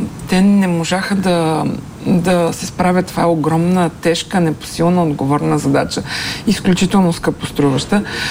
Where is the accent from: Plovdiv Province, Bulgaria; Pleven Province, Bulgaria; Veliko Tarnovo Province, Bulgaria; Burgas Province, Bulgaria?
Plovdiv Province, Bulgaria; Plovdiv; като една пловдивчанка ще кажа